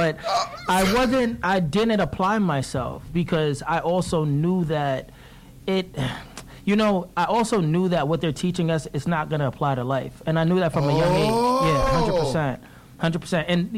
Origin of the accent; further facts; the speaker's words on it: New York City, New York, United States; Like, depending, we grew up in New York City, so it's different.